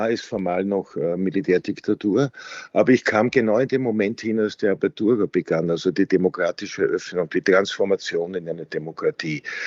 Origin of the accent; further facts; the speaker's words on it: Austria; als Österreicher, verstehe ich es natürlich vielleicht besser